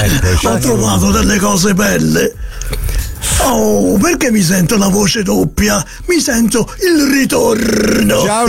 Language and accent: Italian; Campania, Italy; Ma io sono napoletano, posso mia parlare fiorentino? Sono napoletano.